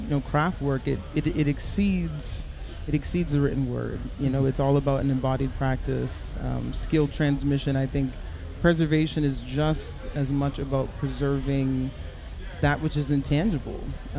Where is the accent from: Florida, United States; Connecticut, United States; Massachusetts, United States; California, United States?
Massachusetts, United States; Boston; also born or lived in New York City; now in New Orleans, United States; I grew up in the greater Boston area. I lived in New York City for a while, but once New Orleans calls you, it's hard to, put that phone down.